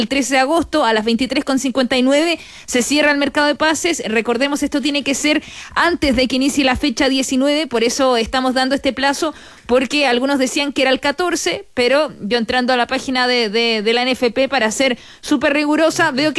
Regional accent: Chile; lo amables que somos los chilenos.

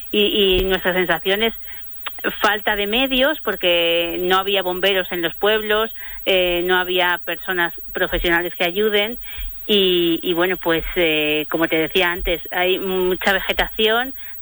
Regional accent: Fariza, Castile and León, Spain; Fariza, mi pueblo es Fariza, sí.

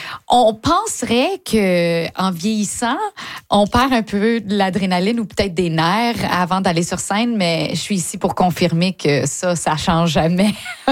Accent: Ontario, Canada; accent: Franco-Ontarian; Un peu plus franco-ontarienne.

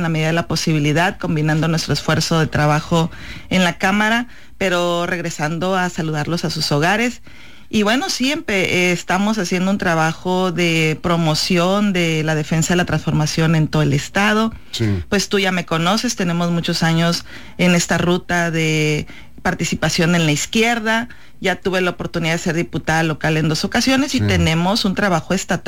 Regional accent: Chametla, Sinaloa, Mexico; Ahí fue donde también conocí que mi pueblo era un pueblo de origen prehispánico, porque a mí siempre me gusta contar que de niña nosotros en verano acostumbrábamos ir a buscar tepalcate, los monitos que le decíamos en aquel entonces, las figurillas prehispánicas que Chametla pues hoy tiene un museo comunitario

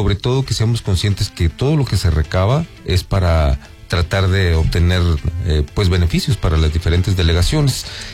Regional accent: Mexico

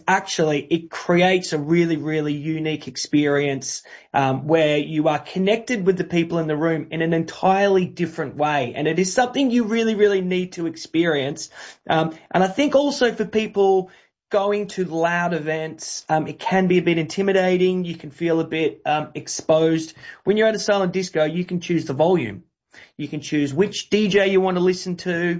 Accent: Australia; now in London, United Kingdom; So my business partner, you can hear from my voice that I am Australian. Hopefully you picked that up. My business partner is from London, and I personally have been based in London now for nearly 15 years.

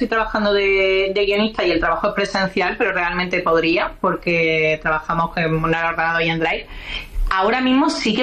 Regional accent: Andalusia, Spain; accent: Andalusian; más quiero que se me note mi acento, porque más quiero que se note que soy Andalucía, ¿sabes? Y que el acento andaluz puede estar en cosas importantes.

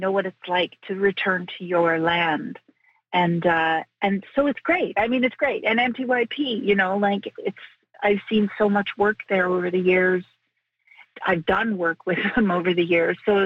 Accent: Kitigan Zibi, Quebec, Canada; I'm Bear Clan. I'm Bear Clan from Gitagunzi, the Algonquin First Nation in Quebec.

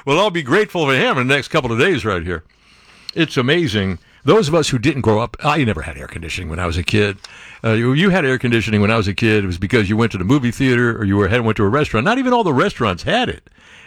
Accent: Dayton, Ohio, United States; I'm from Dayton, Ohio, home of the Wright brothers.

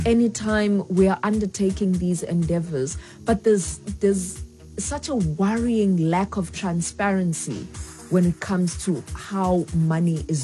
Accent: Mthatha, Eastern Cape, South Africa; That is my hometown. I love that place.

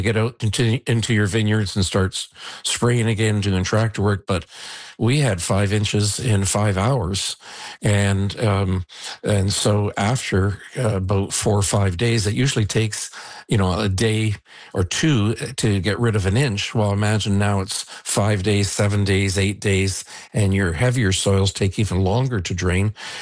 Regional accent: Niagara-on-the-Lake, Ontario, Canada; I've been lived on this road for 41 years, and I grew up in Niagara on the Lake for 69 years. So it's, my entire life.

